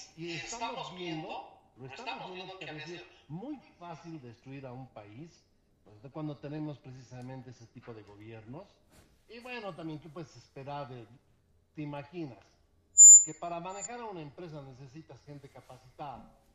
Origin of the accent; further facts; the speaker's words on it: Potosí, Bolivia; es mi pueblo. Potosí